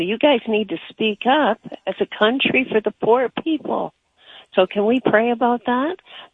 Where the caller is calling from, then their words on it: Canada; I'm talking as a Canadian